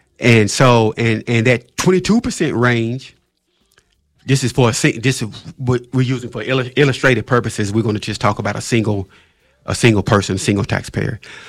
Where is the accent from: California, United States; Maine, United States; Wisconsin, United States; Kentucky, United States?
Kentucky, United States; Lexington; from my hometown of Lexington, Kentucky.